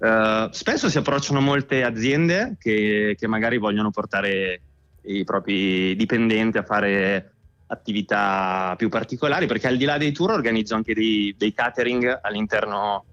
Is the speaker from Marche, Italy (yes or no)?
no; Emilia-Romagna, Italy; io sono emiliano